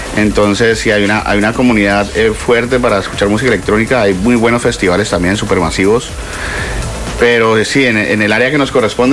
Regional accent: Cali, Valle del Cauca, Colombia; siempre he comparado a Rosario con mi ciudad natal, con Cali, en Colombia

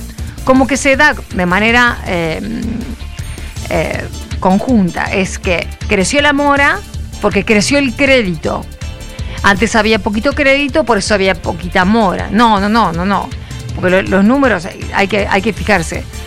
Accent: Argentina; nosotros como argentinos

